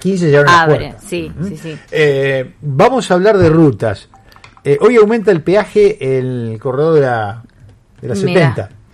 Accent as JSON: {"language": "Spanish", "town": "Clucellas", "region": "Santa Fe", "country": "Argentina", "tie": "born or raised there", "moved": "yes", "said": "cerquita de mi pueblo de Crucellas, a 25 kilómetros"}